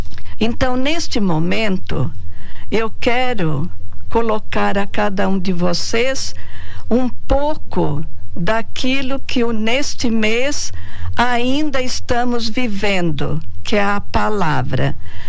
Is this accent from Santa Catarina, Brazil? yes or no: yes; Criciúma, Santa Catarina, Brazil; now in Tubarão, Brazil; sou natural de Criciúma e atualmente eu trabalho no Asilo Santa Isabel